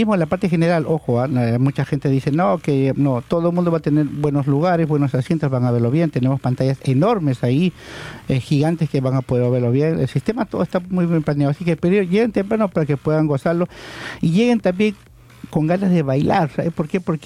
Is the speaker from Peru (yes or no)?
yes; Peru; Hemos producido también festivales peruanos. Yo soy peruano.